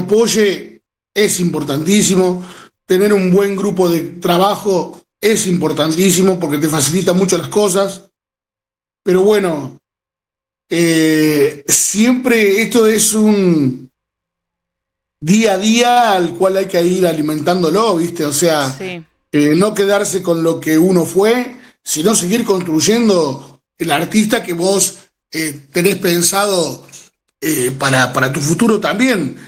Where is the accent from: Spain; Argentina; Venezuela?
Argentina; now in Córdoba, Argentina; cuando yo me voy de la Babulalle, de mi pueblo, para venir acá a Córdoba